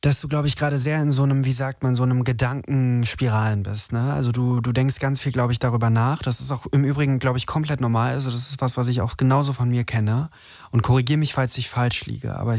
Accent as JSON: {"language": "German", "region": "Berlin", "country": "Germany", "said": "Ah ja, ich komme auch aus Berlin."}